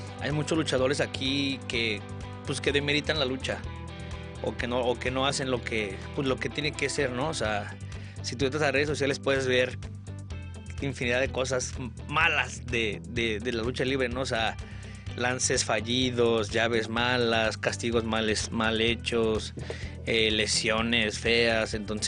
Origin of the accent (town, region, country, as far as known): Mexico